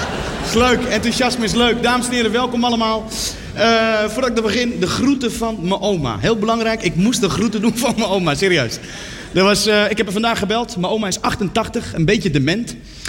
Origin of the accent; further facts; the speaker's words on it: Netherlands; Ik zeg, ik kom uit Nederland, daar heb je geen zwerfpaarden.